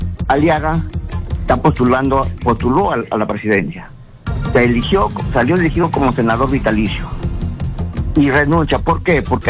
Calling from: Piura, Peru; De Piura.

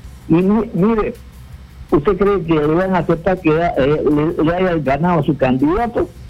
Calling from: Lima, Peru; del centro de Lima.

